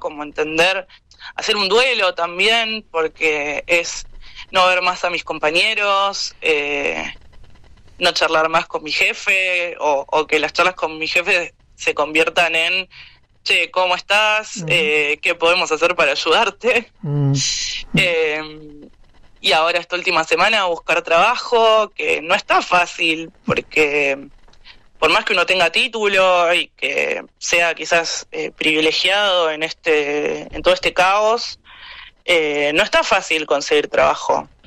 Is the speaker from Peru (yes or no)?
no; Chubut, Argentina; No, yo soy de Chubut. Yo soy de Chubut. No estoy evaluando la posibilidad de volver, pero bueno, quizás me toque, no lo sé.